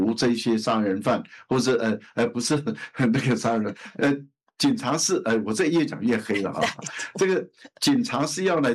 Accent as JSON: {"language": "Chinese", "country": "Taiwan", "said": "我们台湾话叫落差"}